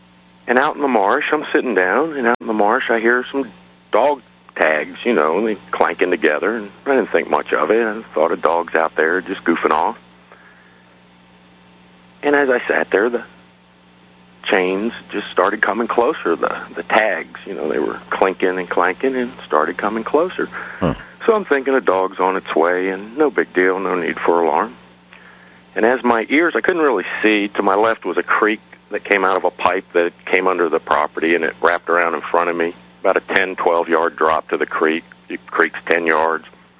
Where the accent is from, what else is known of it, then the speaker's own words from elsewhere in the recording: Freeport, New York, United States; 17-year-old, I'm not scared of much, especially growing up in New York